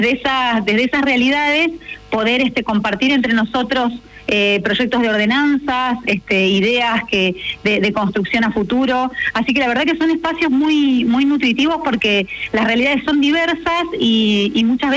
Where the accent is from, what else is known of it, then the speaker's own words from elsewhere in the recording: Nogoyá, Entre Ríos, Argentina; Los novoyaenses estamos en todos lados